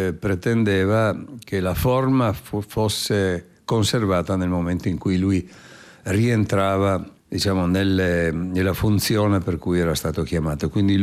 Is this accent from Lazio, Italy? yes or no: no; Trieste, Friuli-Venezia Giulia, Italy; moved away as an adult; now in Slovenia; io sono nato a Trieste, come gran parte dei triestini sono un sangue misto, orgogliosamente bastardo. Mio padre è nato in Argentina da genitori friulani emigrati e mia madre è di queste terre